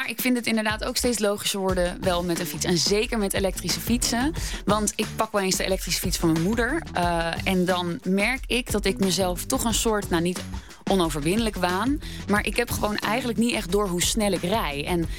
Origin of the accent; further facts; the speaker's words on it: Netherlands; Wij zijn Nederlanders, wij weten hoe we moeten fietsen.